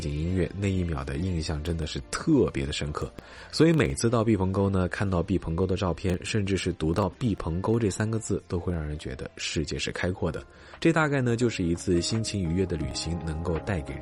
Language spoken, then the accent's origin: Chinese; southern China, China; 呢作为南方人也是像个孩子一样忍不住在车上乱画